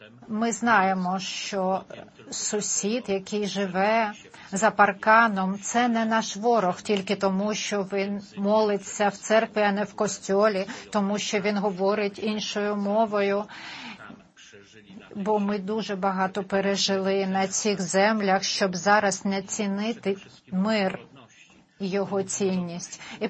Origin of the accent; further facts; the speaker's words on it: Subcarpathian Voivodeship, Poland; я родом із Підкарпаття, з південно-східної частини Польщі. Більш-менш моя місцевість знаходиться приблизно 30 кілометрів від кордону із Словаччиною, 80-90 з кордоном з Україною.